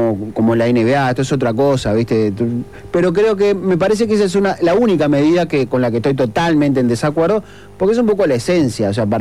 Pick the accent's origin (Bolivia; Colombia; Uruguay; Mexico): Uruguay; Somos llorones los uruguayos